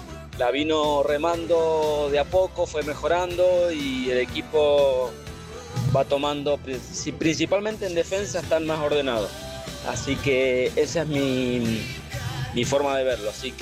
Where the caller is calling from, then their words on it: Mendoza, Argentina; de Mendoza.